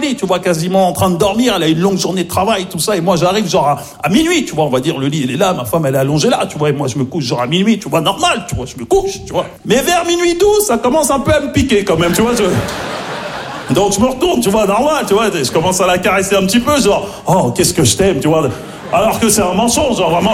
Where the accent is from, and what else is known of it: Maisons-Alfort, Île-de-France, France; born or raised there